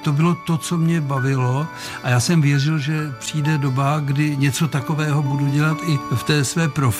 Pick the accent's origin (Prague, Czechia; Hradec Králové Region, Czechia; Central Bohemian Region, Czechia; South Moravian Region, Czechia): Prague, Czechia; born there; Já byl kluk z vesnice v podstatě, byť jsem se narodil v Praze, ale všichni moji příbuzní jsou z vesnice a já jsem na té vesnici kus života prožil